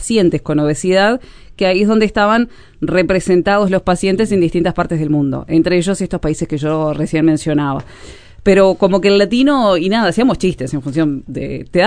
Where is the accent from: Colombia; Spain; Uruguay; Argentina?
Uruguay; cuando le decía que era uruguaya